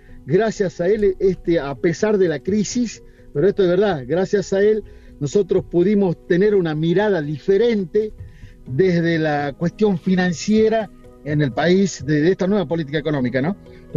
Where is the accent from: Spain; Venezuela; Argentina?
Argentina; constantemente tratando de entender la política económica y, e ir para adelante como argentinos, ¿no?